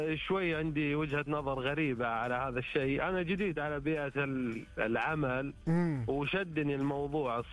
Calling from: Riyadh, Riyadh Province, Saudi Arabia; من الرياض.

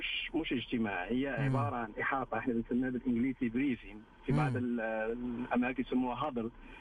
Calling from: Jeddah, Makkah Province, Saudi Arabia

